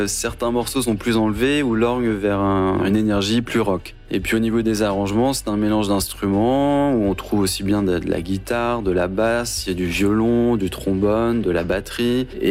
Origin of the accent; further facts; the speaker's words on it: Le Havre, Normandy, France; Alors, je viens du Havre.